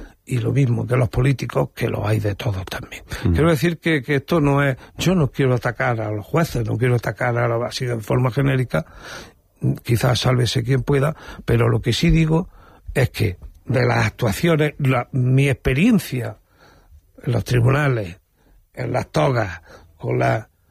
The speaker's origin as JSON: {"language": "Spanish", "town": "Linares", "region": "Andalusia", "country": "Spain", "said": "ahí está mi pueblo, ahí está Linares"}